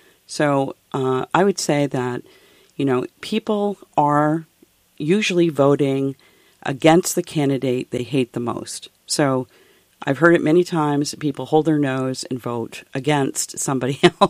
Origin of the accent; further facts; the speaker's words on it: Vermont, United States; I'm a small business owner, and I'm from Vermont.